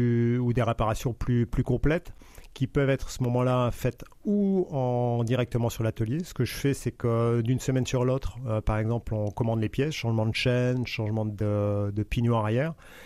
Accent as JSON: {"language": "French", "country": "France", "moved": "yes", "said": "Je suis parti de la France la première fois en 1998."}